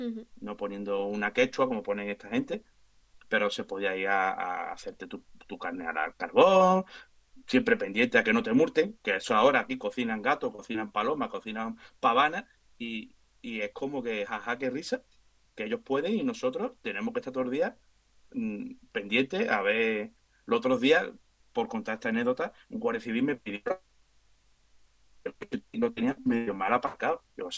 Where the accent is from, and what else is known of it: Ceuta, Spain